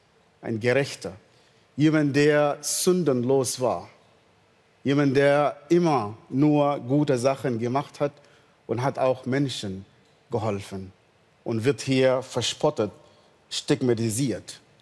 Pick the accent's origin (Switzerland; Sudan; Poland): Sudan; Northern Sudan; German is a second language; moved away; Ich bin im Nordsudan geboren, aufgewachsen.